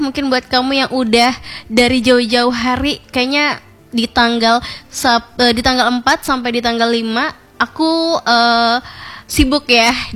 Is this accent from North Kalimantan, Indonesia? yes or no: yes; Tarakan, North Kalimantan, Indonesia; So bangga banget sih pastinya ya sebagai warga Kota Tarakan.